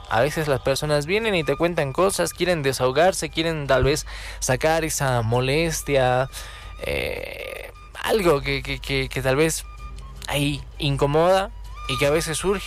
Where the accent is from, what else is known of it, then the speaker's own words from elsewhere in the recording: La Paz, Bolivia; Eso es propio de un paseño. Me animo a decirlo. El que busquemos el regate, el que regateemos, el que querramos bajar los precios.